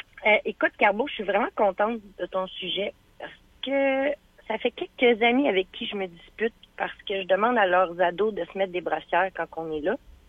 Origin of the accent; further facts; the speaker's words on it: Quebec City, Quebec, Canada; born there; Quand j'étais jeune, là, j'allais à Poly de Loretteville, là.